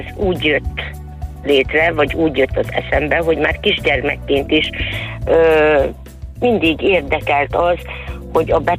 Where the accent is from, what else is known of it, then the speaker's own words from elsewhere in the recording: Demjén, Heves, Hungary; ez a gyermekkor, ez Demjénbe történt, demjéni származású vagyok